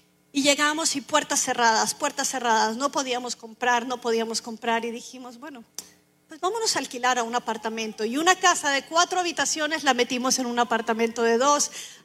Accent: Colombia; also born or lived in Costa Rica / Orlando; now in Houston, United States; Yo soy de Colombia, había vivido 6 años en Costa Rica y yo amé Costa Rica

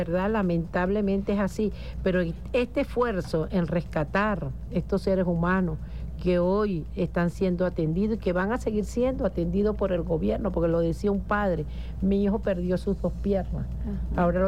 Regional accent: Venezuela; juntos y juntas como venezolanos de buen corazón, como lo que somos

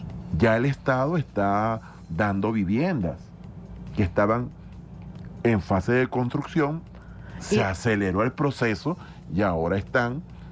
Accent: Venezuela; yo estoy al frente de un país, yo tengo que responderle a un país como venezolano. Ahí se acabaron los colores políticos. Ahí somos Venezuela.

